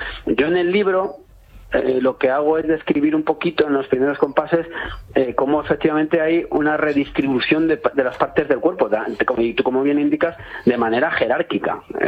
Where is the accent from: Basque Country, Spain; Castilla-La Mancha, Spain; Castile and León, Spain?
Castilla-La Mancha, Spain; Cuenca; En mi pueblo, en Cuenca estoy.